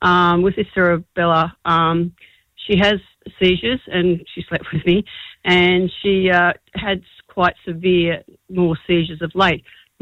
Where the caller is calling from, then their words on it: Dolans Bay, New South Wales, Australia; I'm from Dolans Bay